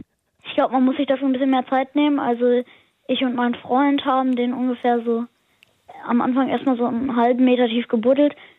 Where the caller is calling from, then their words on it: Lüchow-Dannenberg district, Lower Saxony, Germany; Ich komme aus dem Landkreis Lüchow-Dannenberg und wohne im Dorf Marmäuse. Das kennt, glaube ich, niemand.